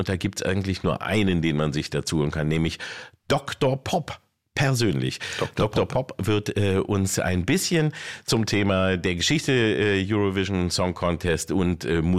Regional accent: Peine, Lower Saxony, Germany; ich bin in Peine aufgewachsen

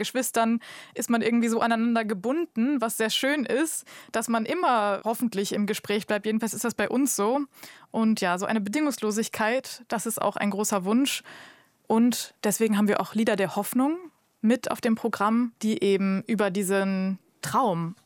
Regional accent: Dortmund, North Rhine-Westphalia, Germany; Und wir sind ziemlich eigentlich in der Oper in Dortmund aufgewachsen

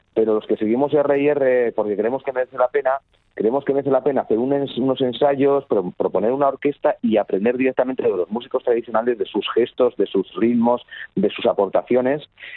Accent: Basque Country, Spain; somos muchos intérpretes del País Vasco que vivimos y hemos vivido, sobre todo hay jóvenes, hemos vivido y viven fuera del País Vasco

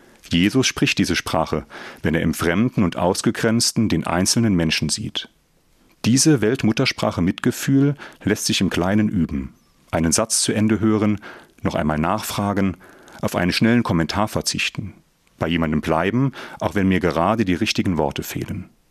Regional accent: Saarbrücken, Saarland, Germany; also born or lived in Völklingen; now in Trier, Germany; Ich bin ein waschechter Saarländer. Geboren bin ich in Saarbrücken, aufgewachsen in Saarbrücken und Völklingen. Auch wenn ich jetzt wieder in Trier lebe, durfte ich in den vergangenen 5 Jahren wieder daheim, in Saarbrücken, arbeiten und leben.

